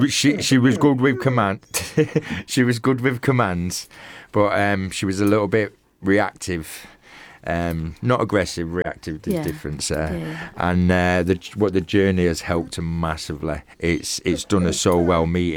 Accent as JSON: {"language": "English", "town": "Manchester", "region": "North West England", "country": "United Kingdom", "tie": "born or raised there", "also_born_or_lived": "Cornwall", "moved": "as an adult", "said": "I'm from Manchester, you can tell by the accent. I'm from Manchester, but Manchester's not good for me. I've lived there all my life, worked there all my life."}